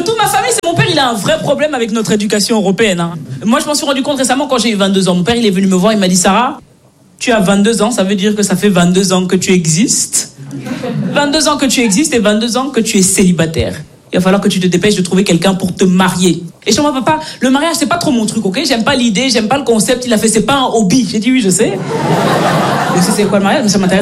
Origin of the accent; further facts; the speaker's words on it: Belgium; Moi je suis née et j'ai grandi en Belgique. Mes parents sont nés, ils ont grandi au Cameroun.